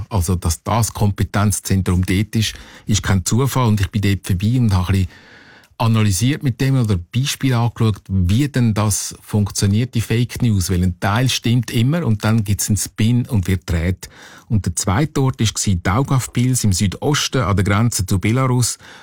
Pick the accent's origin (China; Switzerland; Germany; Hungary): Switzerland; als Schweizer fragt man sich natürlich, wo ist eigentlich das Problem?